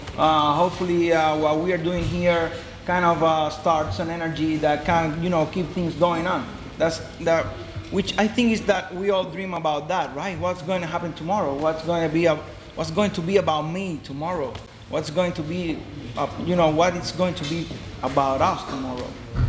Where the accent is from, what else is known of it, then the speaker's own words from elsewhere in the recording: Havana, Cuba; English is a second language; I'm coming from Havana, I'm living in Havana, I'm coming from a, you know, a rough kind of a context